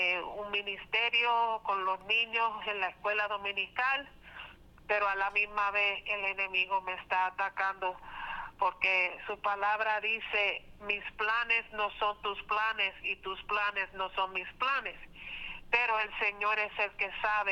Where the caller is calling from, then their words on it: New York, United States; Yeah, from the Bronx.